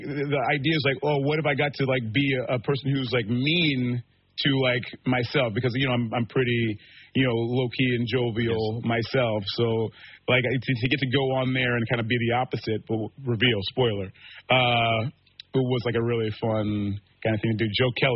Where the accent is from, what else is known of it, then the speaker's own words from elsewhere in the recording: Ghana; they wrote the character with me in mind because they know that I'm Ghanaian. Mm-hmm. My mother's Ghanaian.